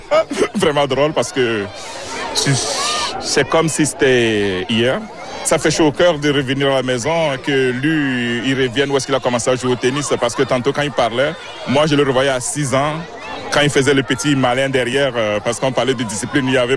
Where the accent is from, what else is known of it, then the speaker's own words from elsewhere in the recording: L'Ancienne-Lorette, Quebec, Canada; je suis de l'Ancienne Lorette, j'ai grandi à l'Ancienne Lorette.